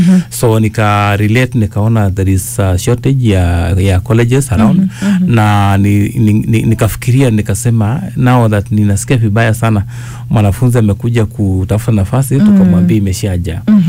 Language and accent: Swahili; Uasin Gishu County, Kenya; born there; now in Lesos, Kenya; Mimi nimezaliwa upande wa Uasin Gishu. Ninaishi pia Nandi. That is Lesos. Lakini kikazi niko Nakuru.